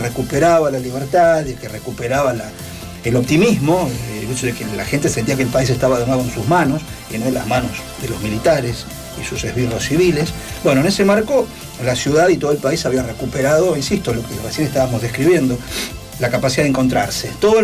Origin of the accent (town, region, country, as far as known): Rosario, Santa Fe, Argentina